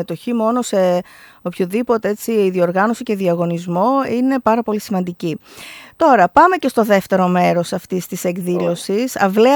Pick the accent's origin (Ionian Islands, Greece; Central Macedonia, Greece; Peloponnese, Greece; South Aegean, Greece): Central Macedonia, Greece; Nigrita; στην Ιγρίτα, πολλά πράγματα γίνονται εκεί στην πατρίδα μου